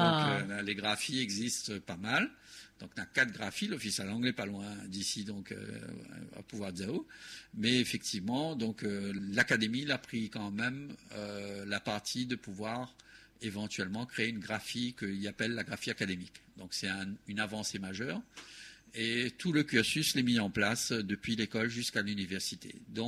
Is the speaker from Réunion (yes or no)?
yes; Réunion; accent: Réunionnais; en tant que Réunionnais, nous assumions à nous, et nous, avec notre langue, avec notre manière de faire, avec notre manière d'être, avec notre accent, parfois aussi.